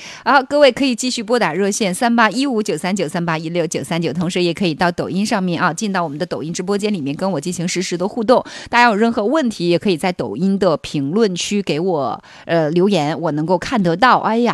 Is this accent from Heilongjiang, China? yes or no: yes; Heilongjiang, China; moved away; 因为我老家就是黑龙江的。